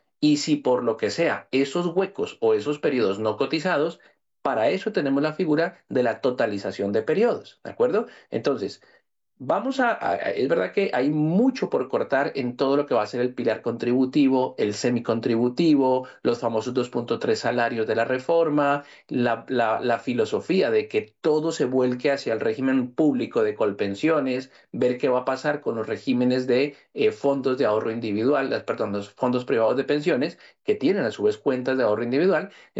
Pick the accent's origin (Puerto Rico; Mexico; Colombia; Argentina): Colombia; now in Spain